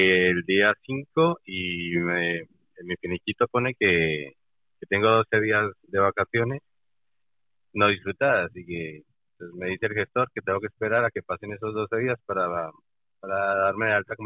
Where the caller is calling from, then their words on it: Madrid, Community of Madrid, Spain; me comunico desde Vallecas.